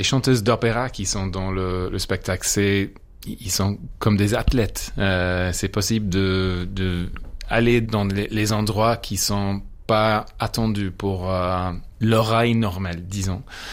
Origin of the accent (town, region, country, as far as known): Ireland; French is a second language